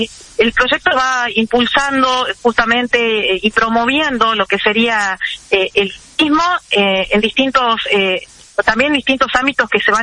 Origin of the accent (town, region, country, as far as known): Argentina